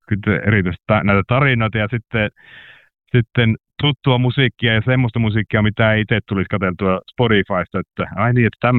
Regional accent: Suolahti, Central Finland, Finland; moved away as an adult; now in Canada; Mä vartuin tuolla Keski-Suomessa Suolahdessa Jyväskylän pohjoispuolella

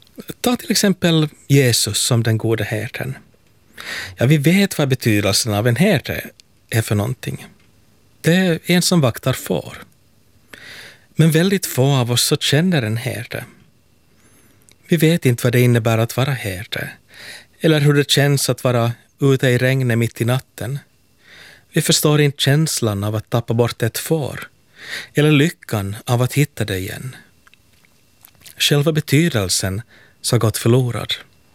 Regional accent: Helsinki, Uusimaa, Finland; från Helsingfors.

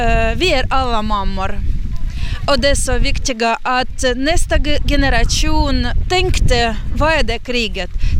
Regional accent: Kharkiv, Kharkiv Oblast, Ukraine; Swedish is a second language; moved away as an adult; now in Finland; Till exempel, jag är från Charkiv och i min område, mina bekanta människor, det nästan 100 människor som är dog.

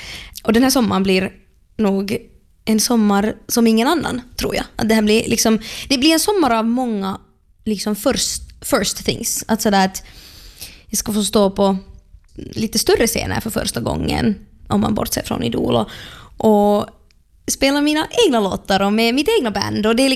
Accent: Helsinki, Uusimaa, Finland; now in Stockholm, Sweden; det är i min hemstad

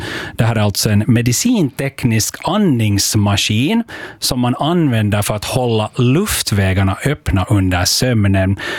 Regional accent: Finland; vi är ju finlandssvenskar

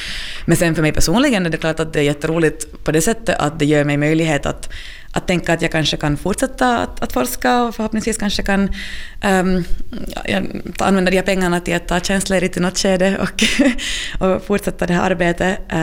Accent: Finland

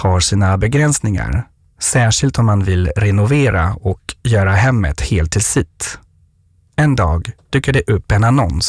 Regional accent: France; Swedish is a second language; moved away as an adult; now in Sweden; Jag är fransman och har vid den tiden nyligen flyttat till Sverige.

